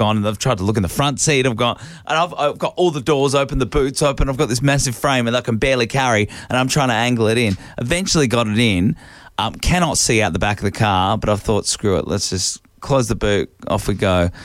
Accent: Australia; I'm Australian

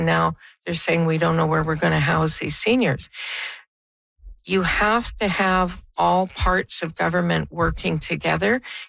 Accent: Canada; I'm a Canadian, born and bred. We have our own way of doing things here.

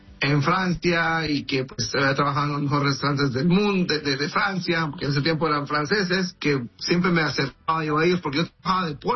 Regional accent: Cintalapa, Chiapas, Mexico; Yo nací en Cintalapa, Chiapas, en un pueblo, en un valle de Chiapas, muy bonito, muy verde, mucha agua.

